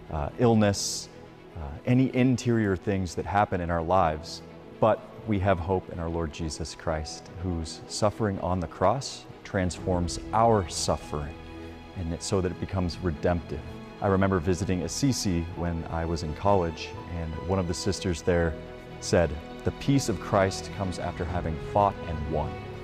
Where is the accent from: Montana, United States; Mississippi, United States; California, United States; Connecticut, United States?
Montana, United States; Helena; I am from Helena, Montana, in the Diocese of Helena.